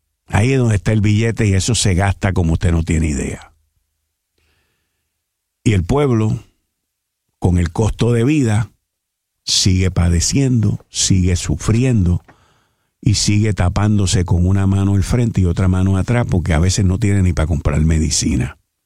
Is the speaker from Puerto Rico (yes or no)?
yes; Puerto Rico; pues conociendo como somos nosotros los boricuas